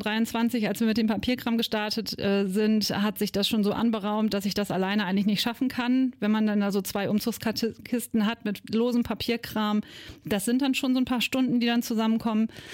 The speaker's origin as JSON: {"language": "German", "town": "Schortens", "region": "Lower Saxony", "country": "Germany", "tie": "born or raised there", "said": "Ich komme aus Schortens. Ich bin in Friesland, also in Schortens, auch groß geworden. Ich werde dieses Jahr 45"}